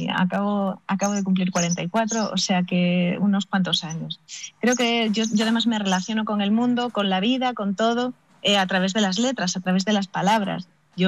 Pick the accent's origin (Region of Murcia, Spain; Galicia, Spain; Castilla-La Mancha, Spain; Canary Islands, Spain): Galicia, Spain; now in Madrid, Spain; mis raíces gallegas, de quien vive con constante morriña, porque vivo en Madrid.